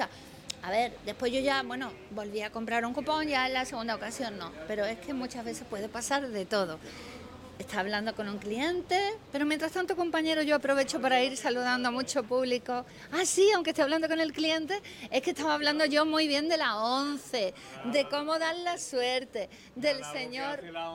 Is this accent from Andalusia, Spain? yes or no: yes; Seville, Andalusia, Spain; also born or lived in Cádiz; A ver, yo nací en Sevilla, soy sevillana